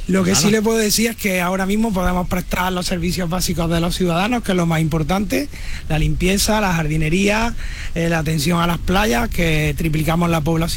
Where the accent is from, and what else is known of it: Garrucha, Andalusia, Spain